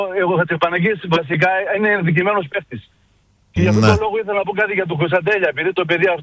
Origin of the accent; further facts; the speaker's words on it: Greece; born there; Εγώ έφευγα από το χωριό μου, από την Άουσα, κατέβαινα κάτω και έβλεπα τον Χατζηπαναγή, είμαι 60 χρονών.